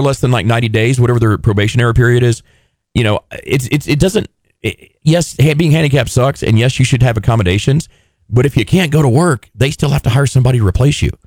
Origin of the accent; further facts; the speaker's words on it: Texas, United States; Because I'm from Texas.